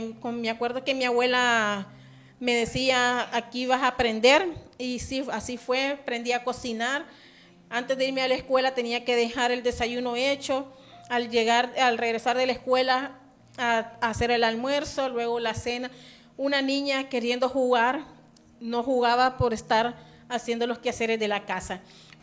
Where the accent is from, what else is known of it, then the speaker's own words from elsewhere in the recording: El Progreso, Yoro, Honduras; soy del Progreso Lloro